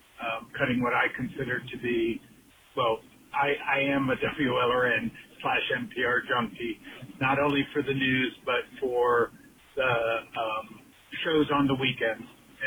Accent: North Miami Beach, Florida, United States; I am already, I'm from North Miami Beach.

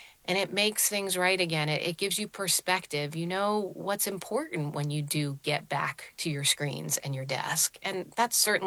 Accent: United States; for me, I think growing up in the United States, we're so focused on organized sports, and I was never a particularly athletic kid

